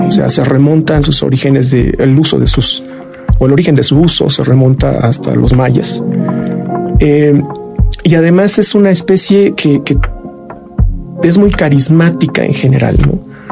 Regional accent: Querétaro, Mexico; moved away as an adult; now in Mexico City, Mexico; decidí salir de Querétaro, mi ciudad natal, me vine a la Ciudad de México.

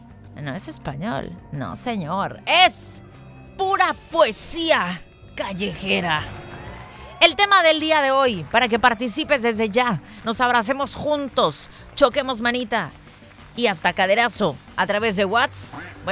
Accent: Mexico

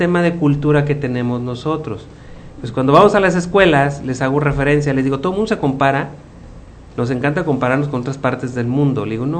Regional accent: Mexico; porque somos mexicanos.

